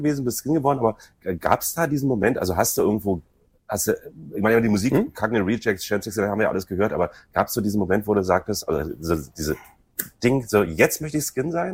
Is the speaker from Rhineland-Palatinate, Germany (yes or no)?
no; Berlin, Germany; wir sind ja sehr kiezbezogen als Berliner